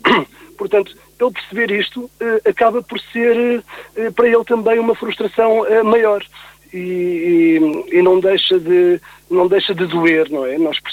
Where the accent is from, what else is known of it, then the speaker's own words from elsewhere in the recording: Portugal; se digo que sou de Portugal